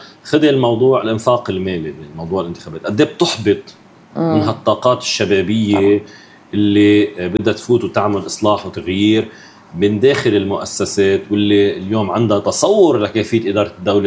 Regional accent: Lebanon; نحن كلبنانيين

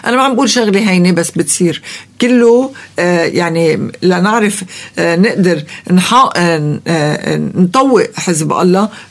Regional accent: Lebanon; منشان هيك نحن كلبنانيين قلنا كلمتنا

